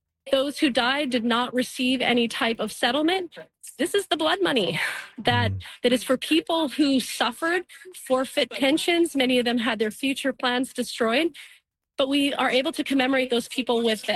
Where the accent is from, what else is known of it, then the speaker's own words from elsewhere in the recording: British Columbia, Canada; as a British Columbian